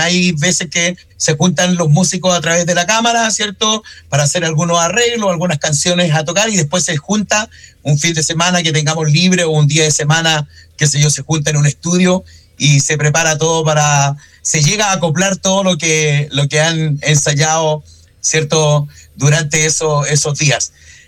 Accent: Punitaqui, Coquimbo, Chile; now in Ovalle, Chile; Bueno, nosotros somos de Punitaqui. Yo soy oriundo de Punitaqui. La tierra de los molinos, la música y la amistad, como dicen las animaciones. Y Punitaqui queda a 25 kilómetros de Ovalle. Yo vivo en Ovalle, ya, con mi familia y todo.

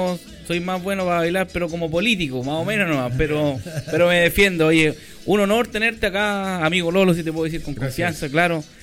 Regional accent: Longaví, Maule, Chile; yo le dije, allá de Longaví.

